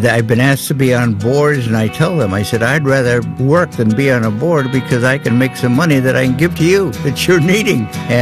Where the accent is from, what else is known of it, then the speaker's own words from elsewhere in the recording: Brighouse, Yorkshire and the Humber, United Kingdom; born there; lo and behold, I was born in Brighouse, Yorkshire, England, up near the border of Scotland.